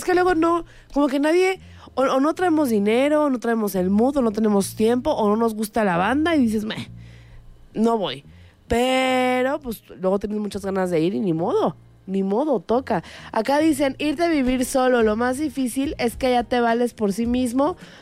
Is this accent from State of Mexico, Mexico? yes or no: yes; Villa del Carbón, State of Mexico, Mexico